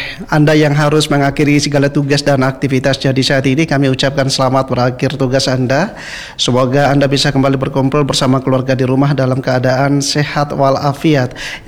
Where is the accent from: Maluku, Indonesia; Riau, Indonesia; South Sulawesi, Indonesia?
Maluku, Indonesia; kita sebagai orang Maluku wajib dan harus berbangga hati